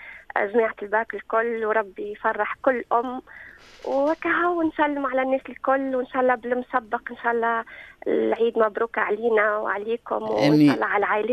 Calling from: Sousse, Sousse Governorate, Tunisia; من سوسة مدام، من سوسة.

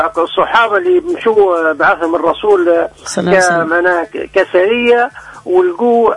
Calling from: Ben Gardane, Medenine, Tunisia; من قردان.

